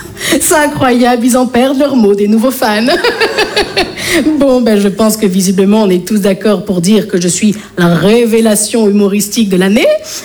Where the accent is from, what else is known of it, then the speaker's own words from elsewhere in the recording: Bordeaux, Nouvelle-Aquitaine, France; Alors, je me présente … je viens de Bordeaux.